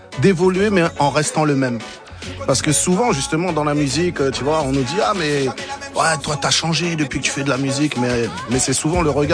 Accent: France; also born or lived in Cape Verde; Cap-Vert, j'avais l'âge de 2 ans. Donc, je suis né avec ma culture. J'y vais très, très régulièrement. Je suis français capverdien ou capverdien français en fonction de l'endroit où je me trouve.

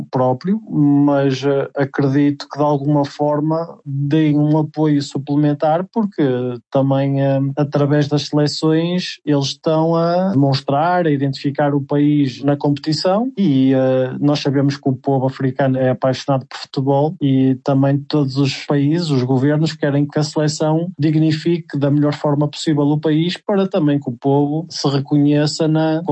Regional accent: Portugal; eu como português

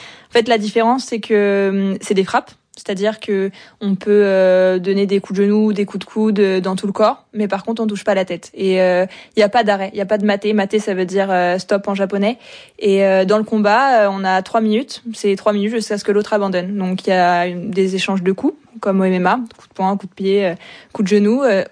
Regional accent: La Chapelle-la-Reine, Île-de-France, France; Alors moi, je viens de La Chapelle-la-Reine, et mon club actuellement, c'est à Asnières-sur-Seine.

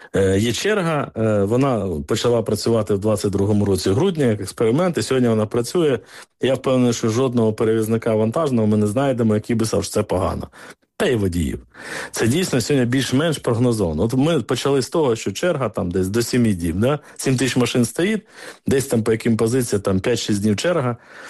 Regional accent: Kherson, Kherson Oblast, Ukraine; ні в моєму рідному Херсоні

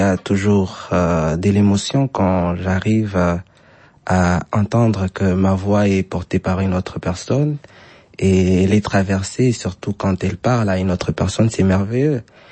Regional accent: Bukavu, South Kivu, DR Congo; dans la partie Est où j'ai toujours vécu. Je suis né à Bukavu et j'ai grandi à Bukavu. C'est ma toute première fois que je me déplace aussi longtemps.

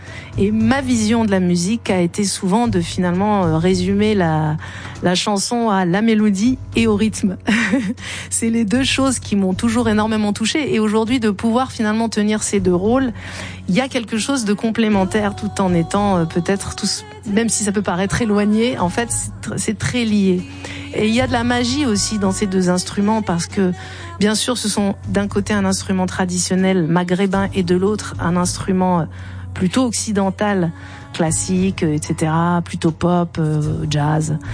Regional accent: Algeria; C'est-à-dire qu'en tant qu'Algérienne, je suis sensible aussi à ces questions.

